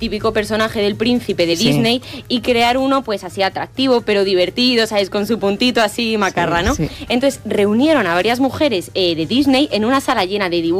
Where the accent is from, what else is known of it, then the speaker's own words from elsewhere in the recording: Salamanca, Castile and León, Spain; soy salmantina.